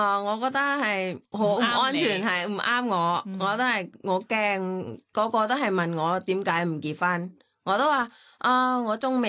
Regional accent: Bangkok, Thailand; Cantonese is a second language; 因为我嚟自曼谷。长大嘅、

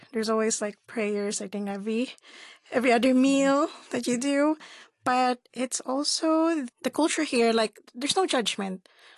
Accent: Philippines; now in Hong Kong; I'm a Filipino living and working here in Hong Kong, and I'm happy to share my story with you today.

